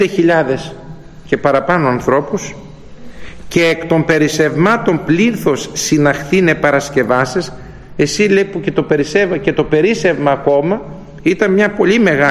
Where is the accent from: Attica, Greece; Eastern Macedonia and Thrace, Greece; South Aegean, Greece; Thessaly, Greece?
Eastern Macedonia and Thrace, Greece; moved away; Έχουμε στην πατρίδα μου επάνω τη Θράκη